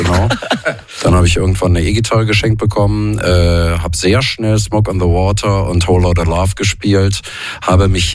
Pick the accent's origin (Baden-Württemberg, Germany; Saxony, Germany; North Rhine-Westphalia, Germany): North Rhine-Westphalia, Germany; Cologne; Nee, ja, ich komme aus Köln, aber studiert habe ich in Düsseldorf.